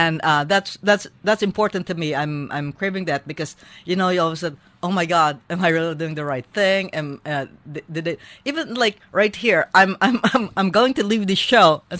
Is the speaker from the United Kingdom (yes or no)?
no; Philippines; born there; Yes, I was born in the Philippines.